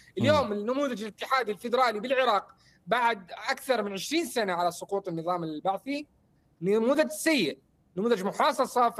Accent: Al-Hasakah Governorate, Syria; من الحسكة

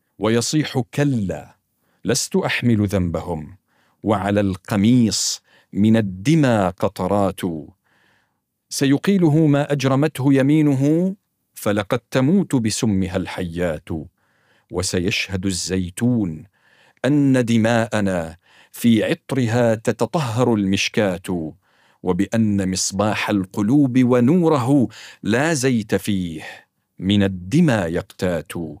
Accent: Syria; وهذا فضل نعجز كسوريين عن شكره وأداء فضله لله عز وجل.

